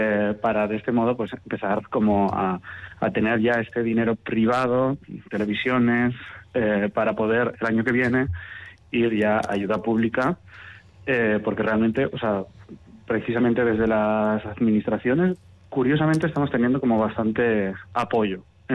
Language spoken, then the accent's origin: Spanish; Pamplona, Navarre, Spain; hacer cosas desde La Rochapea